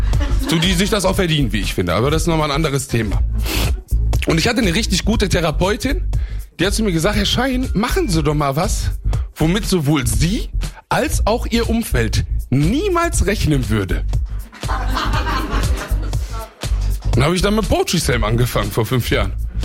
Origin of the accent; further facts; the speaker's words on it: Duisburg, North Rhine-Westphalia, Germany; Ich bin auch im Marxloh aufgewachsen, aber ich kann so mein Elend steigern. Ich bin nicht nur im Marxloh aufgewachsen, ich bin in einem Asylheim in Marxloh aufgewachsen.